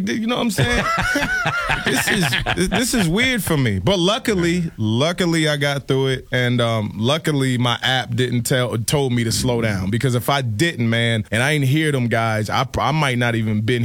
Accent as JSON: {"language": "English", "region": "the South", "country": "United States", "said": "I say, I'm from the South. I say, yes, ma'am, no, sir, all of that stuff."}